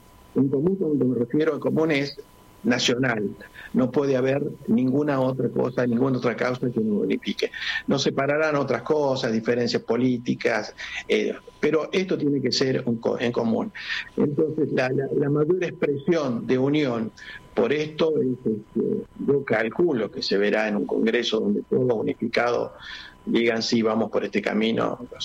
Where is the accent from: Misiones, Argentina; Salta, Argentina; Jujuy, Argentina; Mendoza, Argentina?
Salta, Argentina; now in Córdoba, Argentina